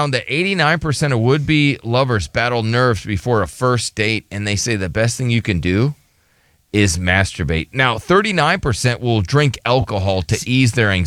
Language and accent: English; Minnesota, United States; I'm from Minnesota, so it'd be cold. You could fish in the winter and stuff.